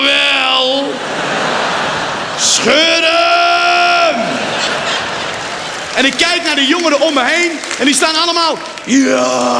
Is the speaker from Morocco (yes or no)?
yes; Morocco; ik ben gewoon een Marokkaan die heel goed Nederlands kan praten